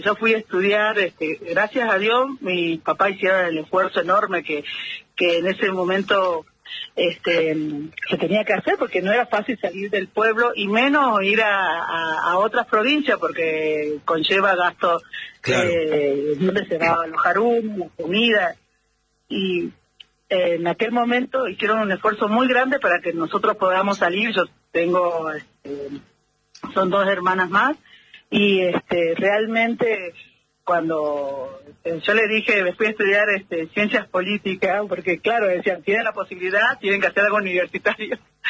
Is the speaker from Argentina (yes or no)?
yes; Tilcara, Jujuy, Argentina; yo nací en un pueblo que era muy chico, donde todos nos conocíamos, y generalmente no tenía la afluencia turística que tiene hoy.